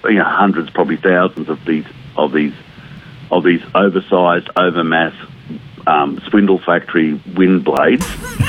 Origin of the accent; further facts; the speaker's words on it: Sydney, New South Wales, Australia; moved away; like I come from Sydney